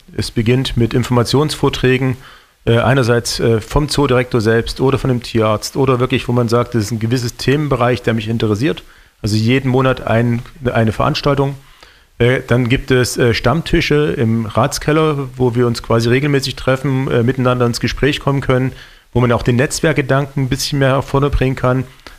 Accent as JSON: {"language": "German", "town": "Leipzig", "region": "Saxony", "country": "Germany", "said": "Also für mich als Leipziger gibt es eigentlich so 5 Vereine, in denen man grundsätzlich sein müsste."}